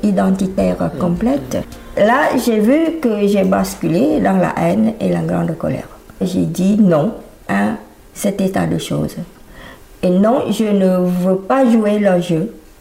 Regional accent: Phnom Penh, Cambodia; accent: city people's accent (Phnom Penh); French is a second language; moved away; Étant donné que j'étais formée à Phnom Penh, j'ai un accent, si vous voulez, des gens de ville.

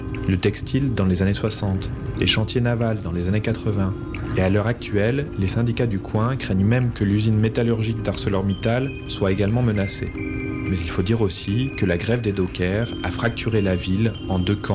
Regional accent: Auvergne-Rhône-Alpes, France; J'ai grandi dans le Cantal, l'un des départements les plus ruraux de France.

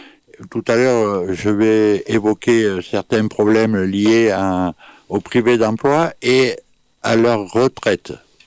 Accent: Corsica, France; en tant que Corse

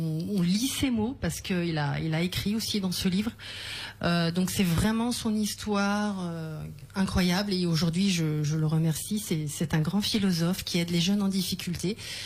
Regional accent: Brittany, France; moved away as an adult; now in Lodève, France; je suis bretonne, mais je suis lodévoise dans le cœur depuis 5 années déjà.

